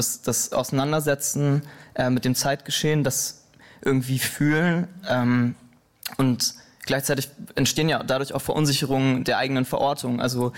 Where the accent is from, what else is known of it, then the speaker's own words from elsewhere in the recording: Soest, North Rhine-Westphalia, Germany; also born or lived in Lemgo / Ludwigsburg; now in Berlin, Germany; Ich komme eigentlich aus Soest, habe dann viel Zeit in Lemgo verbracht, habe da studiert und dann in Ludwigsburg zuletzt an der Filmakademie und bin vor dreieinhalb nach Berlin.